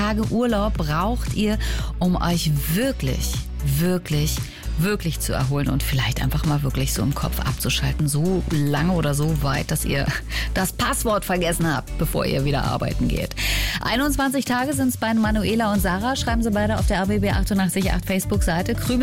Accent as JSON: {"language": "German", "region": "Berlin", "country": "Germany", "said": "Jetzt überlege ich als Berlinerin schon, ob man Viertel vier oder Viertel nach drei sagt."}